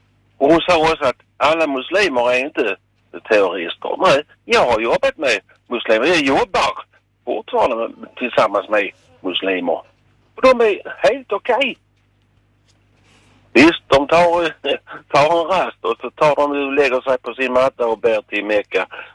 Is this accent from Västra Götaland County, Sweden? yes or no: no; Malmö, Skåne, Sweden; Jag är född och bor i Malmö. Uppvuxen här.